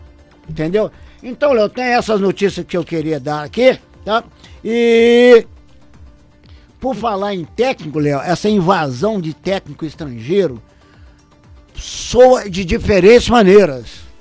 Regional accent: Brazil; Nós somos brasileiros

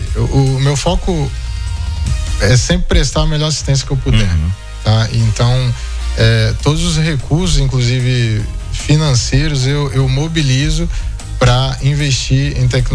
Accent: Piatã, Bahia, Brazil; now in Espírito Santo, Brazil; eu não sou do Espírito Santo, eu sou da Bahia, nascido e criado. Minha família mora na Bahia, meus pais moram na Bahia, numa cidade chamada Piatã. Cidade do melhor café do Brasil.

